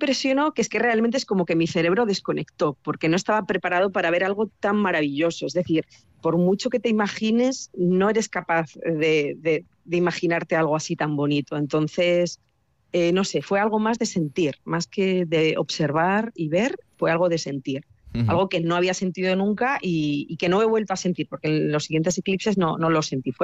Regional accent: Calahorra, La Rioja, Spain; Yo soy de Calahorra, de La Rioja

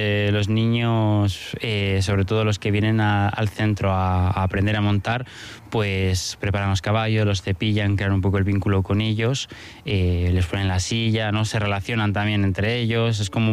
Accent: Bilbao, Basque Country, Spain; Soy de Bilbao, sí. Pero bueno, toda mi familia es de Cantabria, es de Potes.

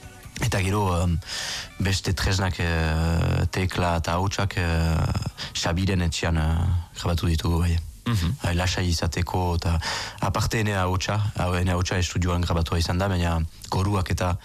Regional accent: Nouvelle-Aquitaine, France; Basque is a second language; euskaldun berria naiz, baina euskaldun munduan ibili naiz tipitatik, eta bon, berant ikasi dut, eta ikasten ari niz beti, euskara, baina bai, euskal kantu repertorioa ongi ezautzen dut, eta basen afarroan aziniz

